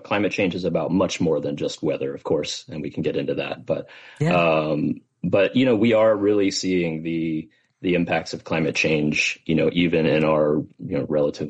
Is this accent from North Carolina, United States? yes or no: yes; North Carolina, United States; now in Washington, D.C., United States; I'm originally from North Carolina. My parents are immigrated from China.